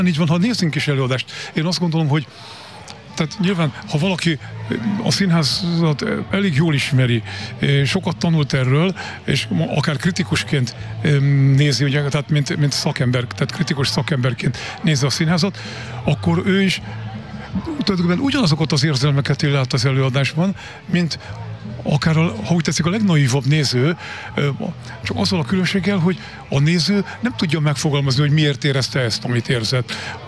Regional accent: Jászboldogháza, Jász-Nagykun-Szolnok, Hungary; moved away as an adult; now in Szolnok, Hungary; Én azért jöttem ide Jász Boldogházára, mert én Jász Boldogházán születtem, és életem első 21-22 évét itt ezen a településen éltem

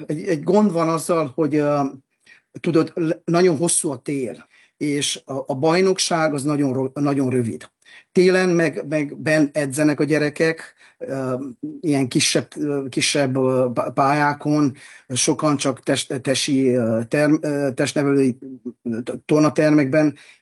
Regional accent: Hungary; now in Canada; Most beszélhetnék, mint magyar.

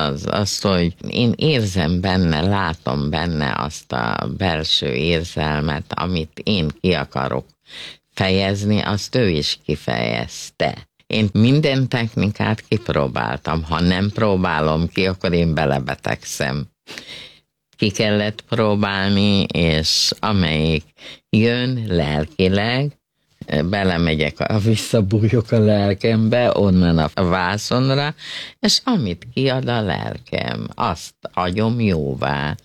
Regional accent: Pusztamonostor, Jász-Nagykun-Szolnok, Hungary; moved away; Puszta monostor, az mégis a szülőfalu

